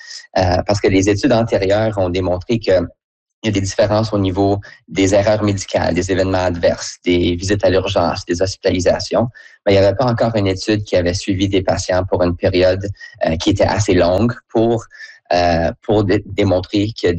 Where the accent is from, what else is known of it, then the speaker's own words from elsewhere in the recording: Ottawa, Ontario, Canada; Mais moi, j'ai grandi à Ottawa dans un environnement bilingue. J'ai fait la plupart de mes études en français.